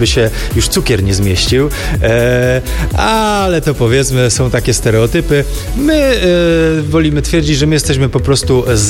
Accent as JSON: {"language": "Polish", "town": "Poznań", "region": "Greater Poland Voivodeship", "country": "Poland"}